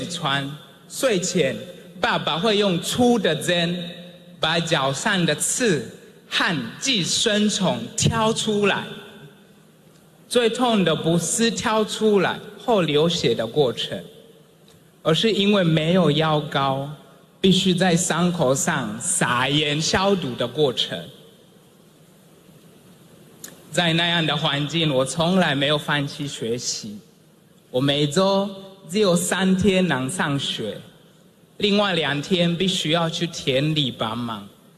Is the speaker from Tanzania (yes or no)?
yes; Kigoma, Tanzania; 我出生在坦桑尼亚的山区，一个靠近贡北国家公园的小村落。那里是珍古的博士研究野生黑猩猩的地方，也是我的生命的起点。我在一个贫穷家庭长大